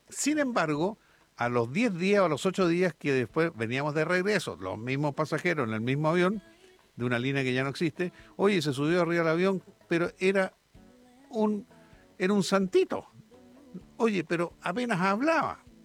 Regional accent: Chile; esto ha sido nuevamente una vergüenza para nosotros como chilenos

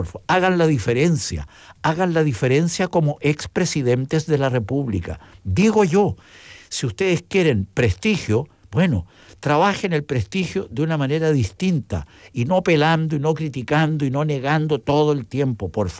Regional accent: Chile; lo digo con mucho respeto como chileno común y corriente.

